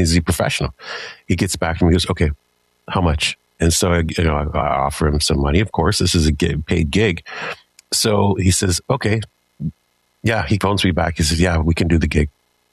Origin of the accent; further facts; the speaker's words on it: Canada; I'm from Four Hosts First Nations.